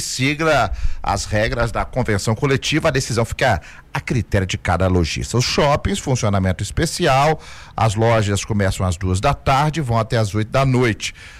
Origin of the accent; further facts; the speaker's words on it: Brazil; O dólar estava baixo, mas eu sou brasileiro e não abro.